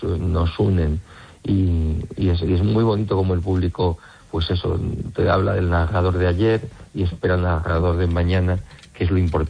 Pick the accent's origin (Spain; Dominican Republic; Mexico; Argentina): Spain; Zamora, Castile and León; yo que soy de Zamora